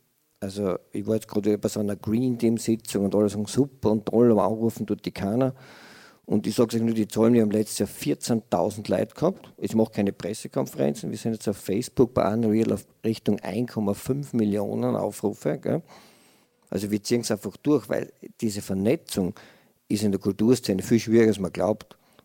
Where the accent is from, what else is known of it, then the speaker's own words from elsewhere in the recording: Fürstenfeld, Styria, Austria; Ich komme aus einem Arbeiterviertel, aus Fürstfeld, bin mit denen alle aufgewachsen und da hast dich dann als Kind so geschampt, weil du warst ja der arme Todel